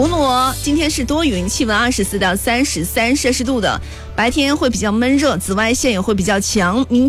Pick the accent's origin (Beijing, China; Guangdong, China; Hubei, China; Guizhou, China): Guangdong, China; 咱们广东人